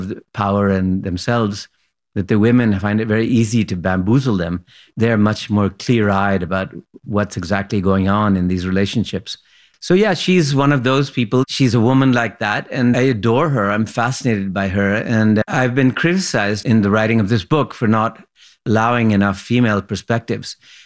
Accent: Lahore, Punjab, Pakistan; born or raised there

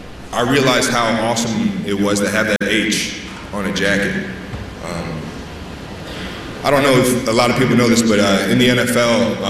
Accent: Cleveland Heights, Ohio, United States; moved away; I'm from Cleveland Heights, Ohio.

